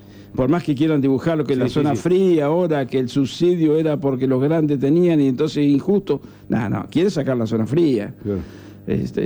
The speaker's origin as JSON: {"language": "Spanish", "town": "Ayacucho", "region": "Buenos Aires Province", "country": "Argentina", "tie": "born or raised there", "moved": "yes", "said": "Yo adoro a mi pueblo, ¿no? Ayacucho."}